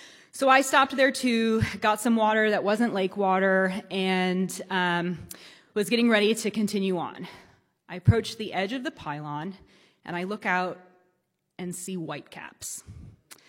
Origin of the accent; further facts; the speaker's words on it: Michigan, United States; My best friend from growing up in Michigan surprised me at the end.